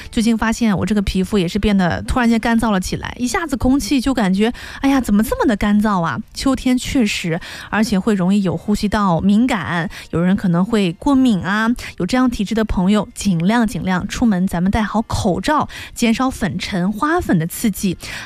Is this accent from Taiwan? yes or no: no; Yangzhou, Jiangsu, China; moved away as an adult; now in Lianyungang, China; 我记得刚来连云港的那几年，因为怎么说呢，扬州的天气啊，就是我老家那边的天气